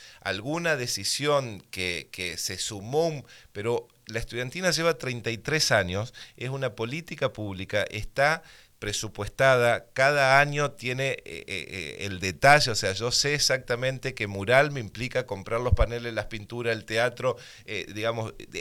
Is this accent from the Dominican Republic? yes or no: no; Argentina; nosotros como argentinos